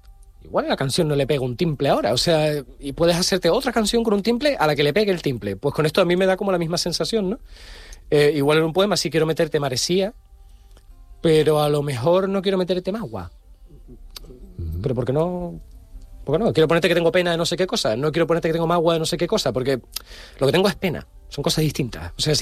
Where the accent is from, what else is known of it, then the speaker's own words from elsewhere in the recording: Santa Cruz de Tenerife, Canary Islands, Spain; yo que soy de Santa Cruz, sí, tenemos familia en La Perdoma